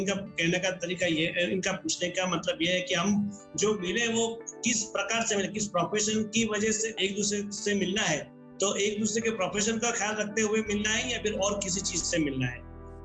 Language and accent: Hindi; Gujarat, India; also born or lived in Gandhidham, Kutch / Ahmedabad; हमारे गुजरात का कच्छ